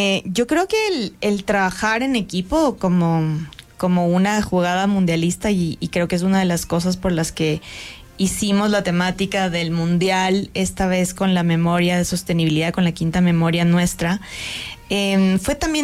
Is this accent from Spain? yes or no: no; Ecuador; tenemos que partir de sentirnos orgullosos que somos ecuatorianos